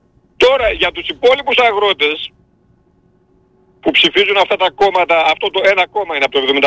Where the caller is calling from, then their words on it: Katerini, Central Macedonia, Greece; από την Κατερίνη.